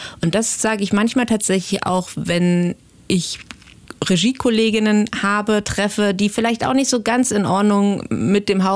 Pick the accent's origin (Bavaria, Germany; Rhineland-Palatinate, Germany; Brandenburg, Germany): Brandenburg, Germany; Potsdam; now in Austria; als Brandenburger Kartoffel, die ich ja nun mal selber bin, habe ich meine ganze Kindheit damit verbracht, bei meiner Großmutter wirklich Kartoffeln zu buddeln